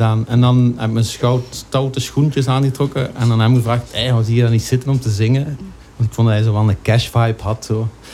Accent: Hechtel, Flanders, Belgium; also born or lived in Hasselt; Nee, ik ben Hasselt geboren, hoor. Maar ik ben opgegroeid in Hechtel.

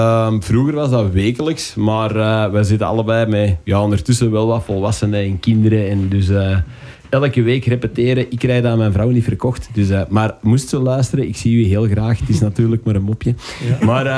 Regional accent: Kessel, Flanders, Belgium; Wij komen uit Kessel, Beersen.

